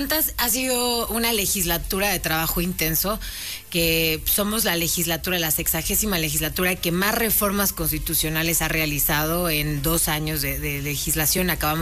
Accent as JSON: {"language": "Spanish", "region": "Puebla", "country": "Mexico", "said": "los mexicanos y las mexicanas queremos seguir respaldando la transformación"}